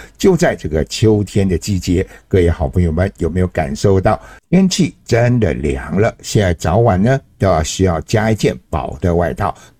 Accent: Nanzhuang, Miaoli County, Taiwan; 尤其我老家苗栗县南庄乡的蓬莱村巴卡山部落，位处于海拔1000公尺的地方

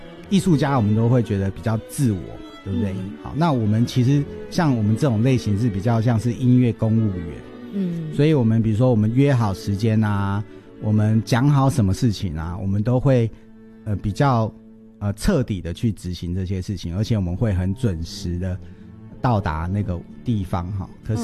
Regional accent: Taiwan; 这些我们都是台湾人

